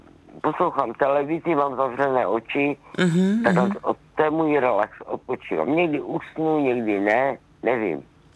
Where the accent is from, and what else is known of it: Poland; Czech is a second language